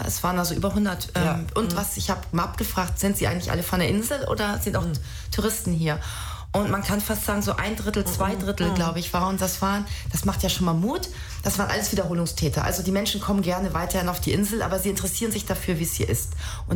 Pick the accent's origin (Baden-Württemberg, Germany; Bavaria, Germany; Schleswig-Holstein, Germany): Schleswig-Holstein, Germany; Also ich bin Holsteiner Dirn, das müssen Sie mir nachsehen. Mit Friesisch bin ich nicht versiert.